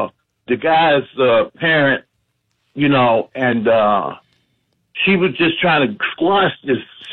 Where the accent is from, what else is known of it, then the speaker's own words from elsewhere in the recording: Cleveland, Ohio, United States; now in Painesville, United States; I'm from Cleveland.